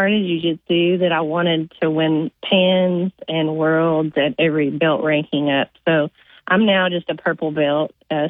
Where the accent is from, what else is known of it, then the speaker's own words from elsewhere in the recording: Broken Bow, Oklahoma, United States; also born or lived in Nashville; now in Arkansas, United States; I grew up in Broken Bow, Oklahoma. I've kind of lived all over the place, including Nashville. But I've been in Arkansas for 2 years.